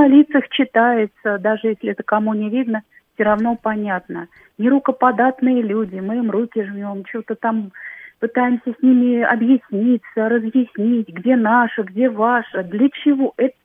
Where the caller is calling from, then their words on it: Russia; Меня лично, как гражданку Российской Федерации, любящую свою страну